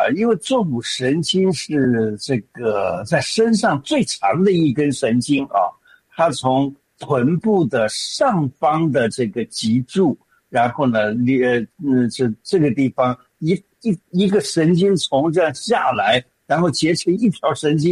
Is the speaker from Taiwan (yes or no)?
yes; Taiwan; 现在像我们在台湾